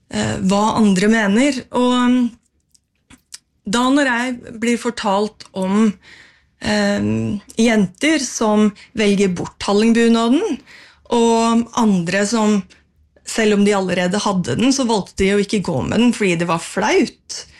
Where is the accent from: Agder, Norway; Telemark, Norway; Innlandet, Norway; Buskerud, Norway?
Buskerud, Norway; Geilo; med de bunadene som kommer fra hjemstedet mitt.